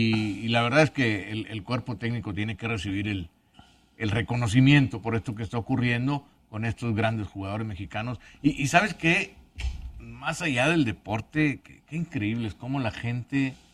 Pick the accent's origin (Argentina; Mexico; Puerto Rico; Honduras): Mexico; ¿Por qué si todos somos mexicanos y podemos unirnos todos para tener un mejor México?